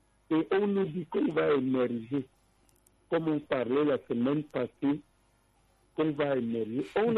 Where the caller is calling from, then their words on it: Cameroon; C'est ce qui se passe chez nous au Cameroun